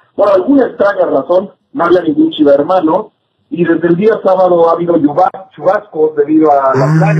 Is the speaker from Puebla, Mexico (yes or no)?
no; Mexico City, Mexico; Soy de feño, porque ya cambió el término. Ya no existe ni el DF, ni la Ciudad de México. Ahora somos CDMX, tristemente, con la nueva nomenclatura.